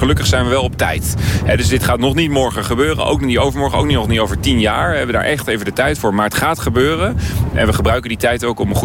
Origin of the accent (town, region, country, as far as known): Netherlands